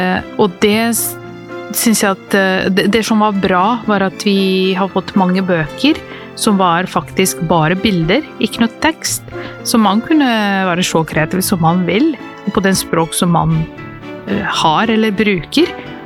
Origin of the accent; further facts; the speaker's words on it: Serbia; first language Serbian; Norwegian is a second language; moved away as an adult; now in Norway; Jeg kom til Norge fra Serbia I 2004. Kom som utvekslingsstudent. Å komme til Norge var veldig annerledes fra der hvor jeg kommer fra.